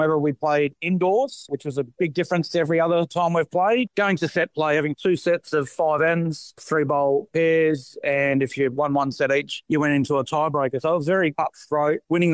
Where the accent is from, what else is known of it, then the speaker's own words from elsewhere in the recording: New South Wales, Australia; I grew up on the Tweed Coast.